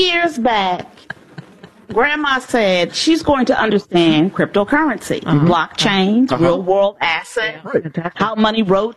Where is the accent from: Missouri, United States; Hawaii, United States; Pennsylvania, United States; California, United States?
Missouri, United States; I'm from Missouri. Show me.